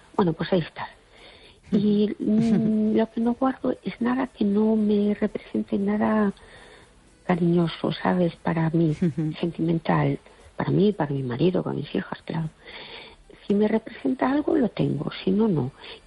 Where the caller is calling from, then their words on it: Fene, Galicia, Spain; Y oyentes